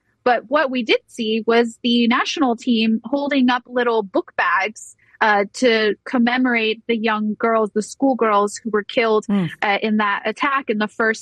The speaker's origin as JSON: {"language": "English", "town": "Atlanta", "region": "Georgia", "country": "United States", "tie": "born or raised there", "said": "I was a soccer player. I'm really excited that the World Cup is in Atlanta, my hometown."}